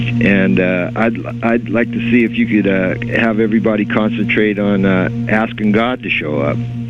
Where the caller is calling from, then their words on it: Mount Rainier, Washington, United States; I'm from Mount Rainier, Washington.